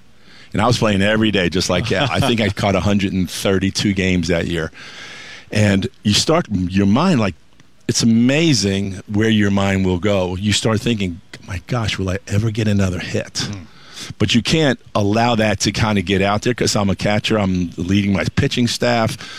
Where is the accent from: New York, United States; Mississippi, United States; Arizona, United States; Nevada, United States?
New York, United States; Queens; You know, for me growing up, I grew up in Queens.